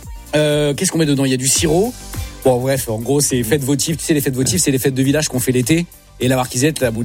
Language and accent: French; Auvergne-Rhône-Alpes, France; Ah, non, moi, c'est la Costa del Sol de l'Ardèche, quoi.